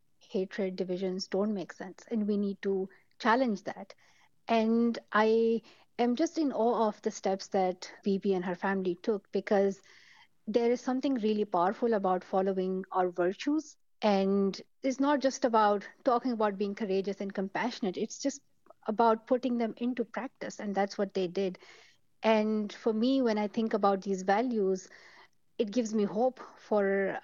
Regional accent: Pakistan; The gunman who shot me were told that I was not belonging to Islam or to their culture, that I was somebody alien to them.

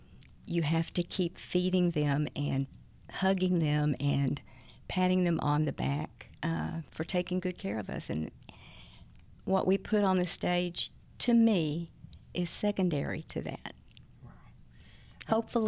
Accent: Fort Worth, Texas, United States; moved away as an adult; also born or lived in Arkansas; now in College Station, United States; We're from Fort Worth, but my husband took a job in Arkansas. We were there for 10 years.

